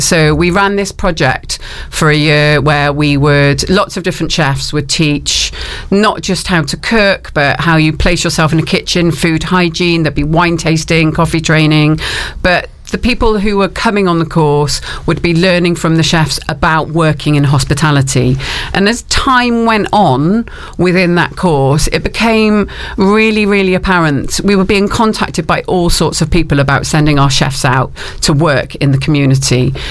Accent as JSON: {"language": "English", "town": "Cardiff", "region": "Wales", "country": "United Kingdom", "tie": "born or raised there", "moved": "as an adult", "lives_now": "London, United Kingdom", "said": "So I grew up in Cardiff, which I know is a really, really big city. But when I was 17, it wasn't big enough for me anymore. I had my eyes set on the big city. I wanted to go to London, and that's where I went to university."}